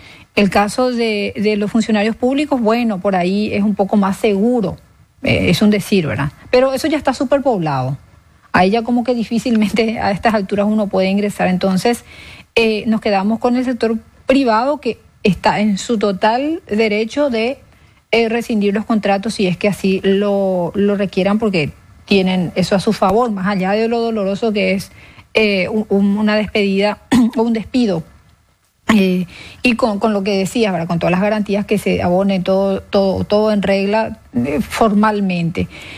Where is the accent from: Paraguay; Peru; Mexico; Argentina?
Paraguay; somos paraguayos, queremos consumir lo que producimos y estamos en nuestro total derecho.